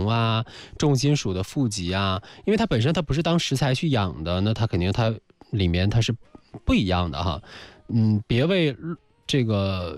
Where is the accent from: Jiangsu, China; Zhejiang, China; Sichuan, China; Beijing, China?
Zhejiang, China; 咱们浙江人